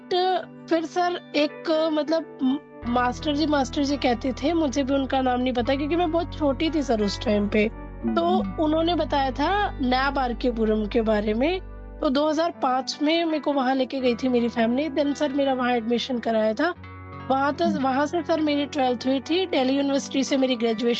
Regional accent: Rohtak, Haryana, India; now in Gwalior, India; मैं हरियाणा रोहतक से बिलोंग करती हूँ

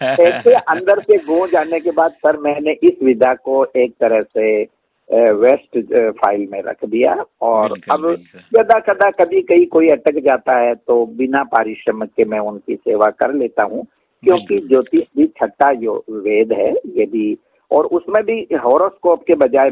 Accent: Hamirgarh, Rajasthan, India; born or raised there

